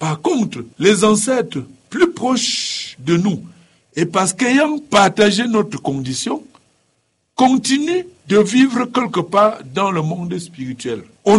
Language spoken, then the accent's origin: French; Tonga, West, Cameroon